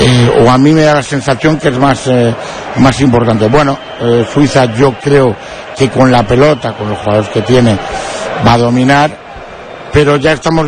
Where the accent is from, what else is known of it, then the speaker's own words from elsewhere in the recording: Valladolid, Castile and León, Spain; Yo soy pucelano y blanquivioleta, soy del Valladolid. Porque nací así y voy a morir así. Todo lo tengo en Valladolid.